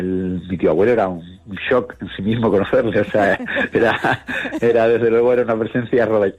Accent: Cádiz, Andalusia, Spain; No, yo además me crié en Cádiz, con lo cual

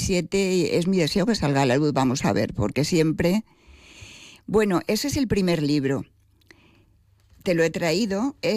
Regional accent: Alcalá de Henares, Community of Madrid, Spain; born there; moved away as an adult; now in Torrejón de Ardoz, Spain; nací aquí en Alcalá y cuando me casé a los 18 años me fui a vivir a Torrejón, que es de donde yo vivo ahora. Uh-huh. Yo siempre digo que soy alcalaína de nacimiento y Torrejón, y de Torrejón hija adoptiva

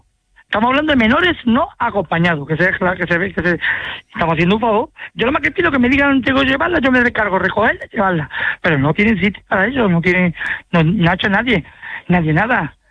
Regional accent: Spain; Somos ciudadanos españoles. Nosotros existimos más españoles que nadie.

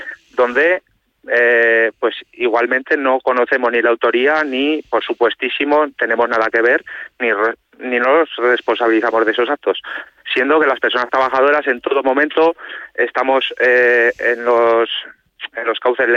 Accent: Zaragoza, Aragon, Spain; yo que soy zaragozano, sí, y pues transito Zaragoza

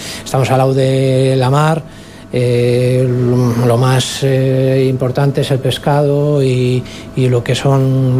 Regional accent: Mondoñedo, Galicia, Spain; also born or lived in Santiago de Compostela; Pues nosotros somos de Mondoñedo, a un pueblecito de aquí, pero...

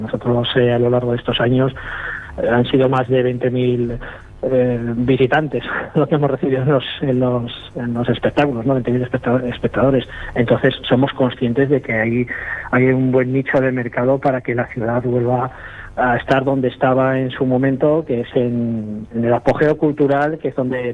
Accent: Burgos, Castile and León, Spain; somos de aquí, que somos de Burgos y que estamos siempre al pie del cañón

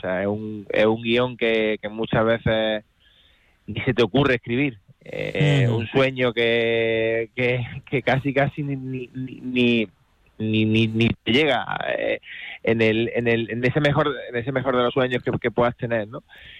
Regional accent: Spain

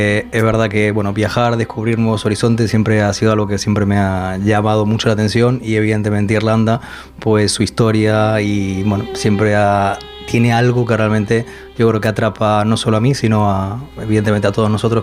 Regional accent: A Coruña, Galicia, Spain; moved away as an adult; also born or lived in Uruguay / Santiago de Compostela; nací en Uruguay, lo que pasa es que yo toda la vida, bueno, viví desde los 10 años en A Coruña, entre Coruña y Santiago, porque bueno, mi familia emigró con la crisis del 2002

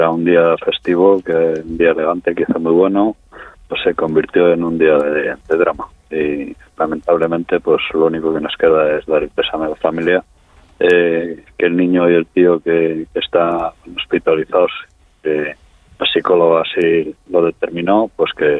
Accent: Venta de Baños, Castile and León, Spain; born there; Yo, mira, soy nacido aquí en Venta de Baños, sí.

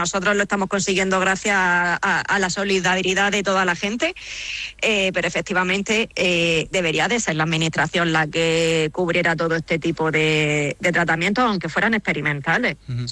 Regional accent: Murcia, Region of Murcia, Spain; now in Granada, Spain; yo soy de Murcia, pero sí que vivimos en Granada.

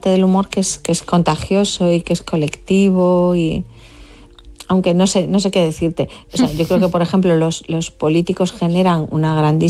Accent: Galicia, Spain; La ironía, que yo que soy gallega, bueno, respiramos la ironía como, como parte del idioma, ¿no?

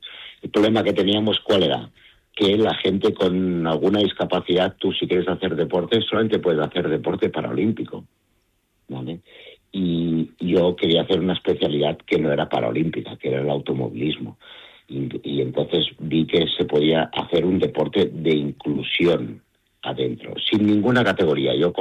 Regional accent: Andorra; estaba yo, pues con 18 años en los hospitales en Barcelona, y ellos, justamente con que somos de Andorra, pues estudiaban todos en Barcelona.

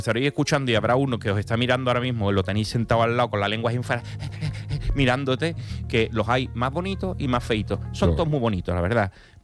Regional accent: Cádiz, Andalusia, Spain; Como yo soy gaditano, suena igual.

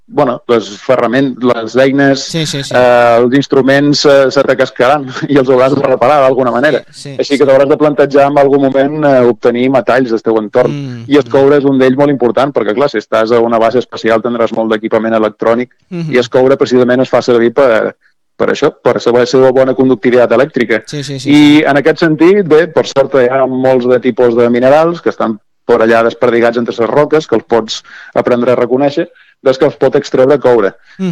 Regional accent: Balearic Islands, Spain; Jo som de Balears, així que més o menys...

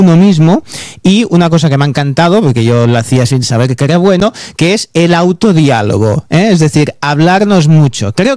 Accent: Catalonia, Spain

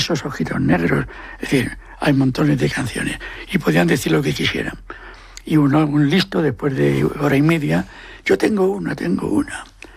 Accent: Asturias, Spain; Como yo soy asturiano

